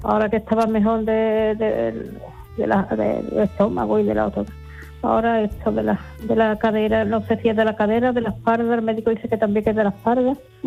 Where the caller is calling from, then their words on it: Seville, Andalusia, Spain; de Sevilla.